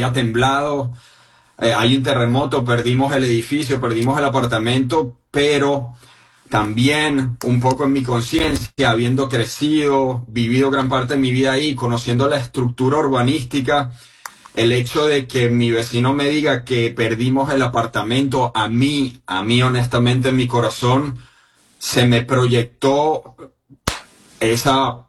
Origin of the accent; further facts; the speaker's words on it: Playa Grande, La Guaira, Venezuela; moved away as an adult; now in Puerto Rico; yo crecí y viví gran parte de mi vida en Playa Grande, que ha sido una de las zonas más afectadas de estos dos sismos simultáneos en Venezuela. Yo actualmente vivo en Puerto Rico, pero en Venezuela tenía mi apartamento